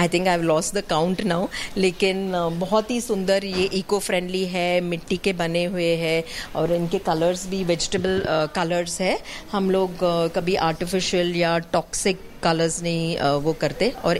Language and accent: Hindi; Mumbai, Maharashtra, India; now in Chandigarh, India; मैं मुंबई में ही पली बड़ी हूँ and my husband is a Maharashtrian